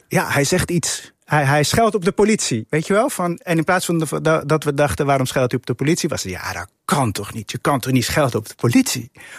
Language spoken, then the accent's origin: Dutch; The Hague, South Holland, Netherlands; Ik kom uit Den Haag. Dat heeft vrij lange graffiti geschiedenis.